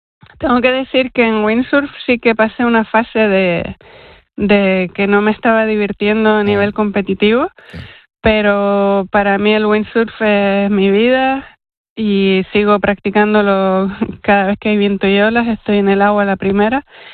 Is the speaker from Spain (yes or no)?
yes; Canary Islands, Spain; siendo canarias, lo más sensato porque estamos rodeados de mar, hay olas, tenemos un buen clima todo el año y la verdad es que vivimos en el paraíso para eso.